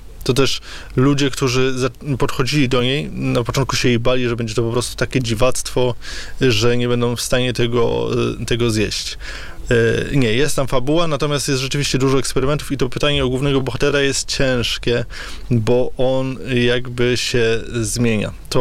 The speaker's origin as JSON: {"language": "Polish", "region": "Pomeranian Voivodeship", "country": "Poland", "said": "Tutaj rzeczywiście też te Kaszuby są w tle, no bo ja jestem Kaszubą, więc dla mnie to jest naturalne, że osadzam akcję po prostu w miejscach, które znam."}